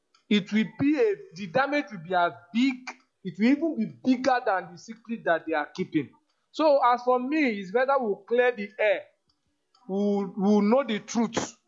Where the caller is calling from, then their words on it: Delta, Nigeria; I'm from Delta State, Robo to be precise